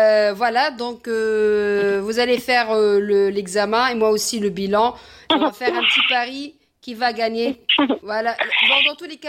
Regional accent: Montreal, Quebec, Canada; Ah, moi je suis montréalaise. Ah, moi je suis très fière de l'être.

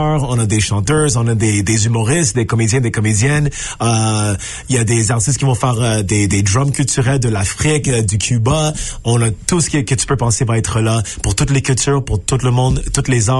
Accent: Montreal, Quebec, Canada; Mais moi, je suis né à Montréal, pour le monde qui connaisse Montréal, moi je viens de La Salle, le sud de l'île de Montréal.

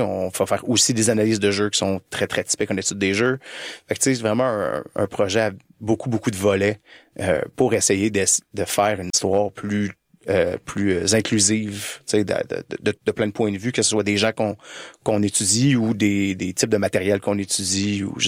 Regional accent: Laval, Quebec, Canada; also born or lived in Ontario; now in Montreal, Canada; moi, j'ai grandi à Laval. Là, maintenant, je suis à Montréal, j'ai passé un petit peu de temps en Ontario.

